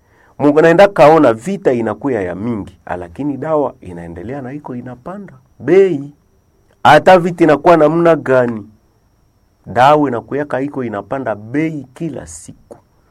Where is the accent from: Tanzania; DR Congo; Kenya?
DR Congo; Bulongo, North Kivu; also born or lived in Lume / Mutwanga / Kasindi; lakini ba kule kwetu Bulongo kule kwetu Lume Mutwanga Kasindi